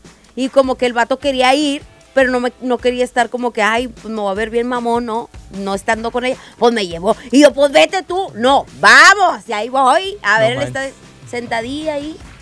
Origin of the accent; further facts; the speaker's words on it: Monterrey, Nuevo León, Mexico; Somos de Monterrey, no lo queremos.